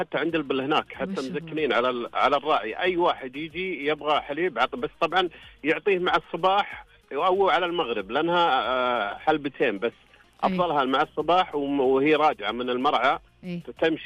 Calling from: Riyadh, Riyadh Province, Saudi Arabia; أنا أكلمك من الرياض.

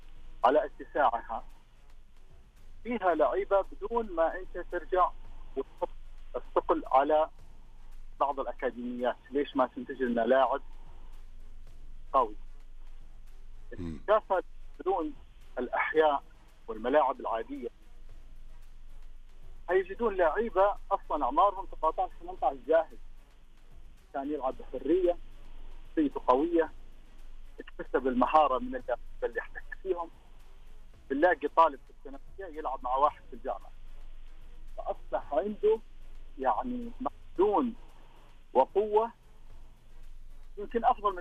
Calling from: Saudi Arabia; إحنا عندنا في السعودية

